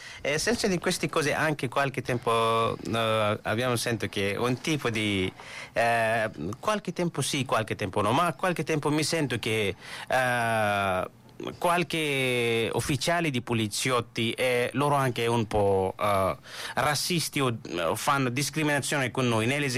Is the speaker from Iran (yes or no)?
no; Pakistan; Italian is a second language; now in Italy; se io sono dal Pakistan